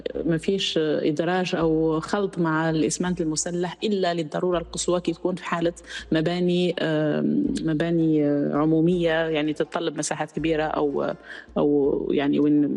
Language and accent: Arabic; Algeria; أو قصور عندنا بالجزائر